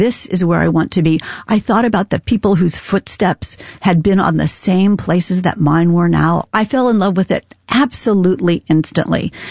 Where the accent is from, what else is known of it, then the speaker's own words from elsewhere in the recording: Indiana, United States; now in Boston, United States; I grew up in Indiana, in really rural Indiana.